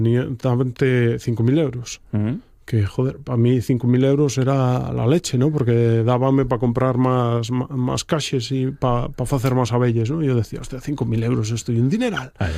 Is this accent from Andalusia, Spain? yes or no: no; Oviedo, Asturias, Spain; Y yo nací en Uvieu y críeme en Uvieu y pasé toda la vida en Uvieu hasta los 27 o 28.